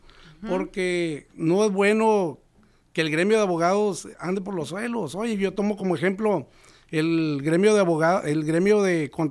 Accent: Villa Juárez, Sinaloa, Mexico; born there; el día de hoy estuve en mi tierra.

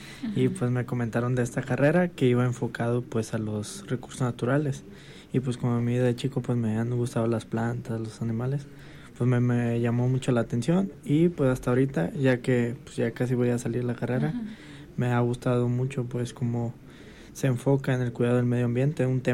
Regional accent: Ciudad Guzmán, Jalisco, Mexico; Yo vengo de Ciudad Guzmán, Jalisco.

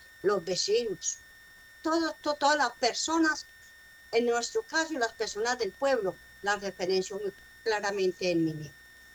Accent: Antioquia, Colombia; nosotros como antioqueños tenemos una cultura que es la cultura paisa.

